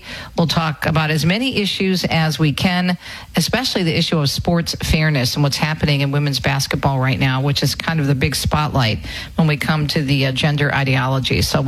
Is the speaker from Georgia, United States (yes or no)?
no; Michigan, United States; born there; in my home state, for Catholics here in Michigan